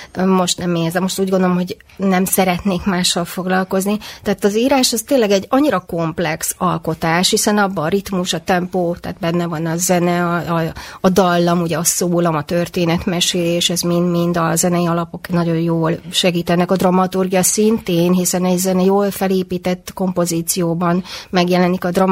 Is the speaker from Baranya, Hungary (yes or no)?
yes; Pécs, Baranya, Hungary; én ugye nagyon sokat minisztráltam gyerekkoromban. Pécsett a Székesegyházban.